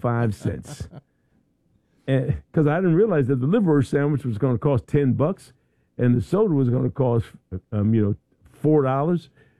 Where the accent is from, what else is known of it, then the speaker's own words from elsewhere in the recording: Philadelphia, Pennsylvania, United States; Now, I tell you, I'm from Philadelphia. And we'd go to Jersey, you know, to a farm out in Jersey.